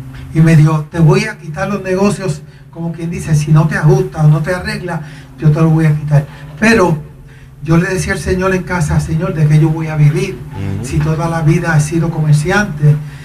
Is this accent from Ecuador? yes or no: no; Yauco, Puerto Rico; nos fuimos para mi pueblo Yauco